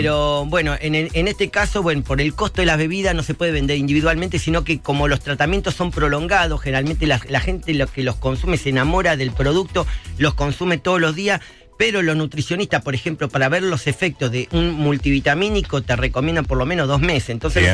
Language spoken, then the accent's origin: Spanish; La Plata, Buenos Aires Province, Argentina; Soy de La Plata y se envían a todo el país